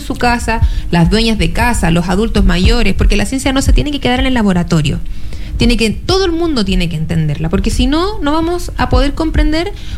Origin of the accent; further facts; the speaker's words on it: La Serena, Coquimbo, Chile; Soy de La Serena, amo mi región, creo que la he recorrido prácticamente completa.